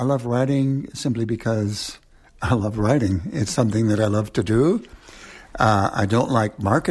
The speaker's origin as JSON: {"language": "English", "town": "Minneapolis", "region": "Minnesota", "country": "United States", "said": "I'm from Minneapolis."}